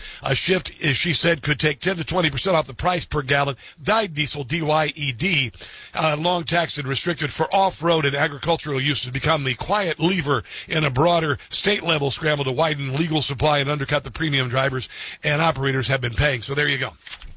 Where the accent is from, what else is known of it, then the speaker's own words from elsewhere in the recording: Iowa, United States; I was remembering growing up on Iowa, and I was looking at the fields